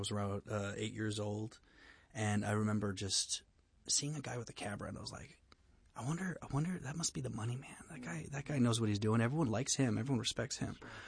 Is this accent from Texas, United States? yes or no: yes; El Paso, Texas, United States; also born or lived in Los Angeles; Here in El Paso. I was raised primarily in El Paso and on and off in L.A. because my dad lived there, my mom lived here.